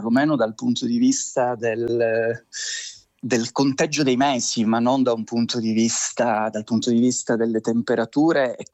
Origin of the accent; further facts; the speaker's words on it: Sicily, Italy; non penso dipenda dal fatto di essere siciliano